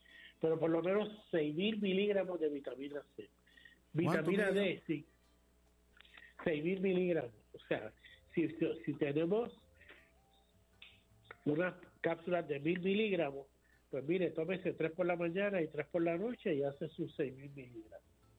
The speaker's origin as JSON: {"language": "Spanish", "country": "Puerto Rico", "said": "somos puertorriqueños"}